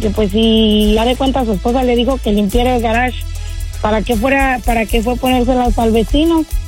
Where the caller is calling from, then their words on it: Elgin, Texas, United States; soy de por acá, de Elgin.